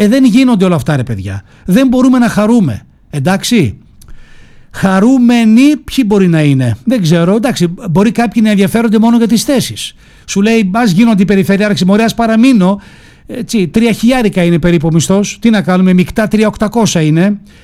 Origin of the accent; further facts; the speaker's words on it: Kastoria, Western Macedonia, Greece; Από πού είσαι? Α, από την Καστοριά.